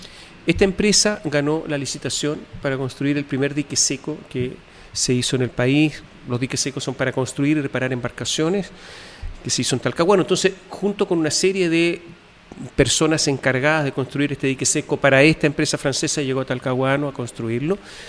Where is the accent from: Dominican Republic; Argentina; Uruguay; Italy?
Italy; also born or lived in United States